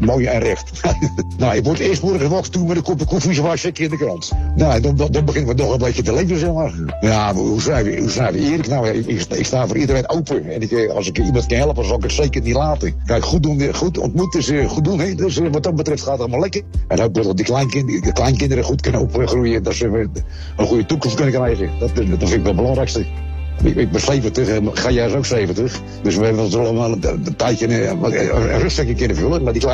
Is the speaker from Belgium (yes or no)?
no; Rotterdam, South Holland, Netherlands; born there; Geboren in Rotterdam. Het eind van het jaar word ik al 70 alweer.